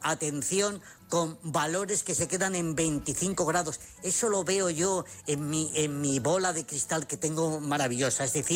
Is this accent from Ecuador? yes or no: no; Zamora, Castile and León, Spain; como soy de Zamora y soy muy chulo